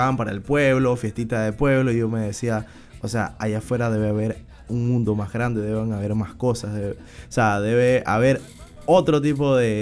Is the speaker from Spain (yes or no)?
no; Coclé, Panama; now in Panama City, Panama; Yo soy de Cocle, exactamente.